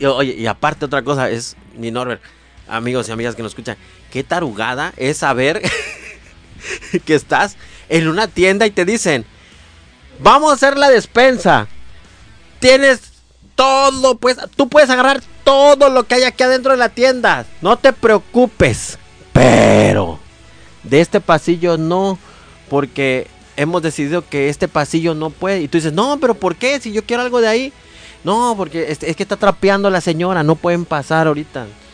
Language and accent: Spanish; Mexico